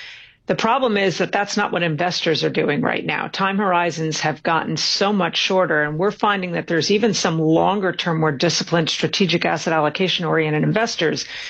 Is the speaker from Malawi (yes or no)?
no; Norway; I went to my home country, Tom. I went to Norway.